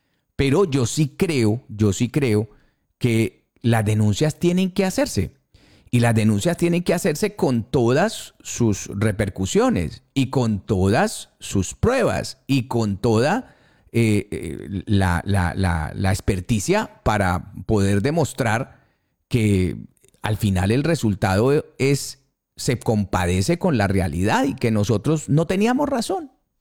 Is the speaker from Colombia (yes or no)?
yes; Colombia; moved away; como colombiano en el exterior